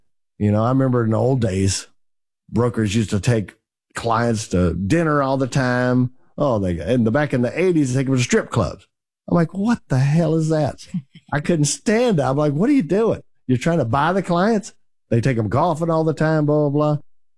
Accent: Texas, United States; accent: Texas; my crazy Texas accent

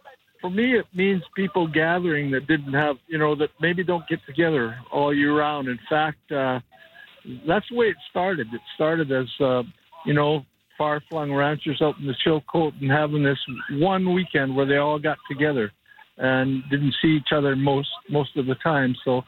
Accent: Pender Harbour, British Columbia, Canada; born there; I'm a coastal boy. I was born in Tender Harbor up the Sunshine Coast. My dad was a logger, then a fisherman.

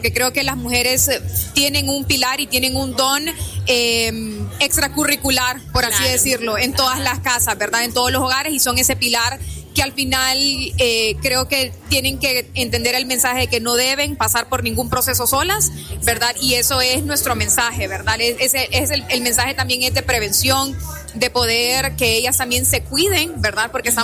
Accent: Honduras; Yo soy de Honduras

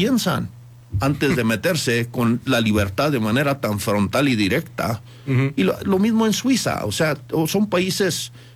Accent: Chihuahua, Mexico; born there; Yo nací en Chihuahua y pues realmente me considero un mexicano.

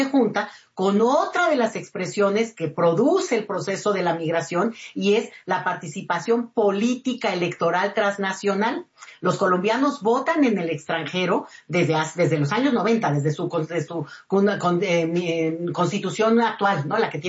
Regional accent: Mexico; una comunidad que en nuestro país no es muy grande

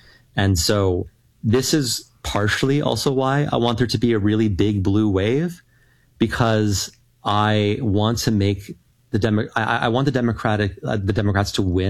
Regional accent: Canada; as a Canadian

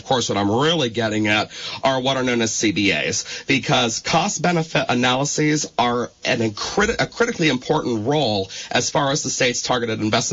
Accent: Rutland, Vermont, United States; My very first one was recorded at Peg TV of Rutland City, of all places, my actual my hometown of Rutland County.

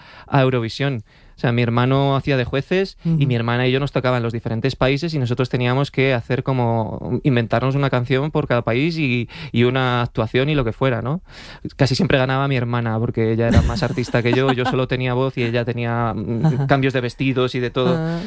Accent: Alcalá de Henares, Community of Madrid, Spain; Yo soy de Alcalá de Henares, nací en Alcalá de Henares, ¿no?

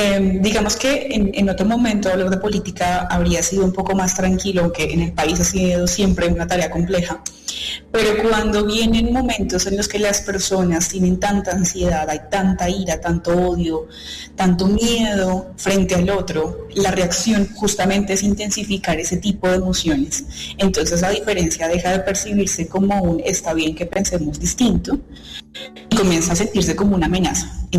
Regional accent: Colombia; también hay que entender que somos de Colombias distintas, de momentos históricos distintos, de realidades sociales diferentes

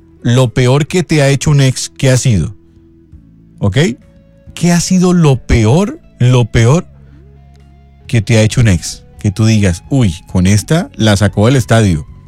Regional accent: Bogotá, Colombia; now in Puerto Colombia, Colombia; Soy de Bogotá, pero vivo en Puerto Colombia.

